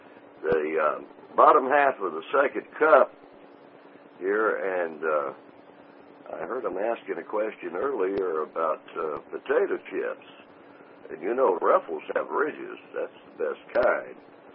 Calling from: Mobile, Alabama, United States; I'm located in Mobile, Alabama

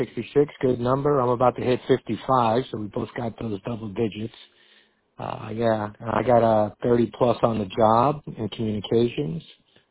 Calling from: New Jersey, United States; I'm calling you from New Jersey. New Jersey, right outside, believe it or not, Giants Stadium

